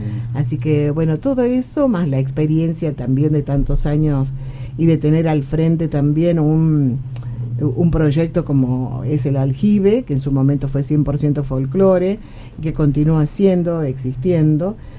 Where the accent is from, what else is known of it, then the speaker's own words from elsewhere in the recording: Tucumán, Argentina; porque somos tucumanos, ¿o no?